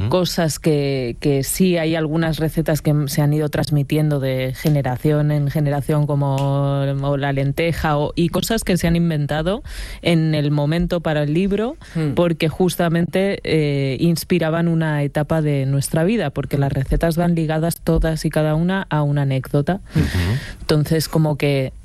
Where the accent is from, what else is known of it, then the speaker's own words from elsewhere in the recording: Extremadura, Spain; Es que yo soy muy extremeña.